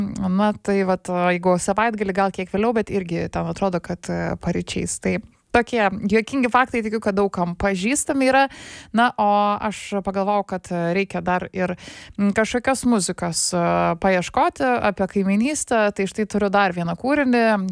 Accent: Vilnius, Vilnius County, Lithuania; Aš pati irgi esu daugelį vietų pakeitus, nors šiaip esu Vilnietė, bet tiesiog visur skirtingose vietose norėjau pagyventi

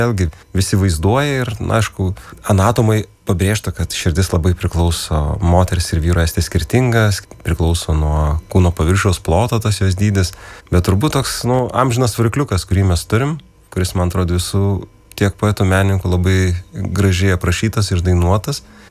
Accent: Gargždai, Klaipėda County, Lithuania; Augdamas nedėliam Gargždų miestelėje, tuomet turėjau keletą pasirinkimų

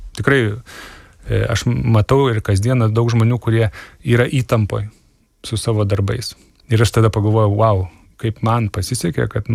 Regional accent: Alytus, Dzūkija, Lithuania; accent: Alytus accent; Aš esu gimęs ir užaugęs Dzūkijoje. Aš negaliu savęs vadinti dzūku, nes mano nei tėvai, nei seneliai nėra dzūkai, tai aš neturiu tos kultūrinės Dzūkijos pusės, bet aš turiu tą geografinę Dzūkijos dalį

